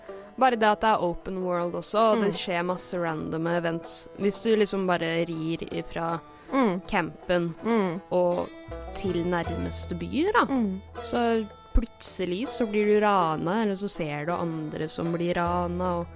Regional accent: Gol, Buskerud, Norway; moved away as an adult; now in Oslo, Norway; som det nettopp er sagt. Jeg kommer fra en bitte liten plass som heter Gol i Hallingdal. Jeg er her nå, i Oslo

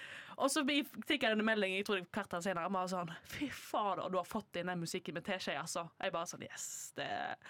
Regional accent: Haugesund, Rogaland, Norway; now in Oslo, Norway; jeg lå nede på rommet mitt hjemme i Haugesund

